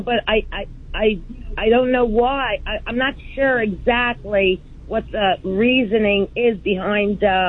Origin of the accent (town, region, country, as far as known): New York, United States; born or raised there